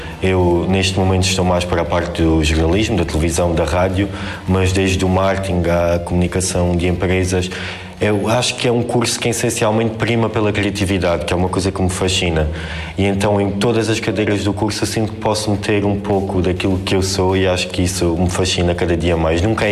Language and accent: Portuguese; Alentejo, Portugal; tenho 20 anos, sou natural de Bringel, perto de Beja